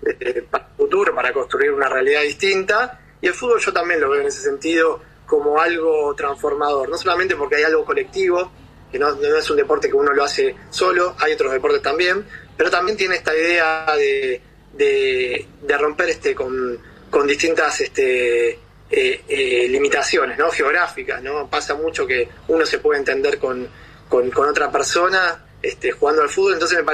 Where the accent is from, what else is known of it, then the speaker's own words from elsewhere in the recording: Argentina; A ver, a mí el fútbol es algo como todo argentino, ¿no? Apasionado.